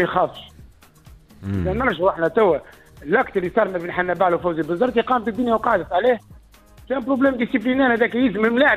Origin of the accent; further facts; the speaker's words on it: Tunisia; احنا الشعب التونسي